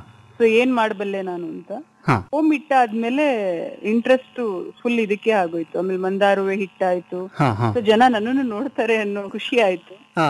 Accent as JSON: {"language": "Kannada", "town": "Bengaluru", "region": "Karnataka", "country": "India", "tie": "born or raised there", "also_born_or_lived": "Kodagu", "said": "ನಾನು ಆಕ್ಚುಲಿ ಕೊಡಗಿನವಳೆ. ನಾನು ಹುಟ್ಟಿ ಬೆಳೆದಿದ್ದೆಲ್ಲ ಬೆಂಗಳೂರೇ, ಬಟ್ ನನ್ನ ತಾತ ಇದ್ದಿದ್ದು ಮೂರ್ನಾಡ್ ಅಂತ ಕುಂಬಳದಾಳ್."}